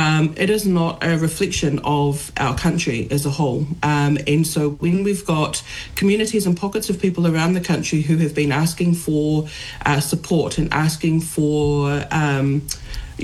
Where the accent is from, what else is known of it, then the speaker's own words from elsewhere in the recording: Wellington, New Zealand; I was born and raised in Wellington. My parents both migrated here to New Zealand. My dad from Samoa, from the villages of Apia and Whareula, and my mum from the villages of Motulau in New Weir.